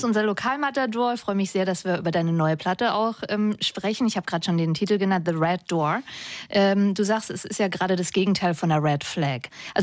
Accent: Baden-Württemberg, Germany; ich bin aus dem Schwarzwald.

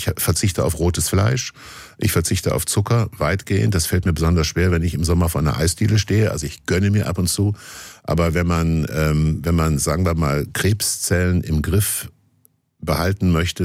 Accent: Kassel, Hesse, Germany; das habe ich schon als Kind in Kassel gemacht. Da bin ich mit der Straßenbahn oder mit meinem Mofa in die Stadtteile gefahren, in denen ich nicht gewohnt habe

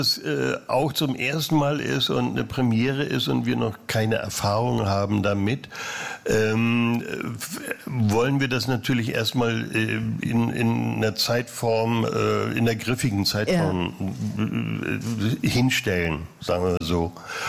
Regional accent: Mecklenburg-Vorpommern, Germany; Ich komme aus dem Osten, aus Mecklenburg.

